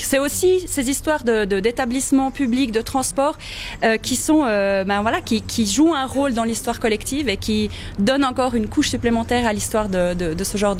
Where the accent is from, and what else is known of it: Ticino, Switzerland; born or raised there; now in Neuchâtel, Switzerland